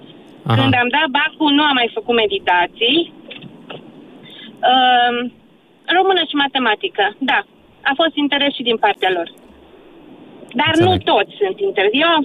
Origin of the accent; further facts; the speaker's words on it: Plășcuța, Romania; În comuna Plășcuța.